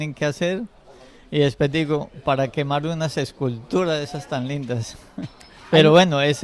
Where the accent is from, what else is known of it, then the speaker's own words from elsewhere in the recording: Eje Cafetero, Colombia; De Colombia, Eje Cafetero.